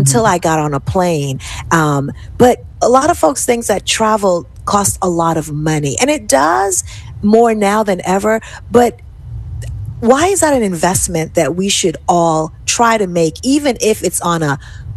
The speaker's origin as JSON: {"language": "English", "country": "Jamaica", "said": "I'm Jamaican."}